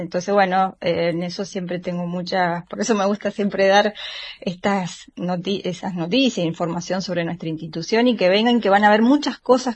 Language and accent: Spanish; Mendoza, Argentina; moved away as an adult; now in San Luis, Argentina; yo soy de Mendoza y me vine a estudiar a San Luis por la carrera que tenía